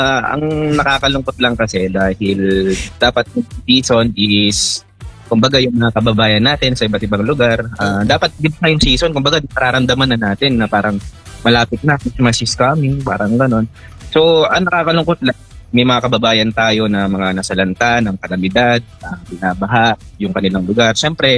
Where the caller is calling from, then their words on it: Quezon City, Metro Manila, Philippines; ng Quezon City.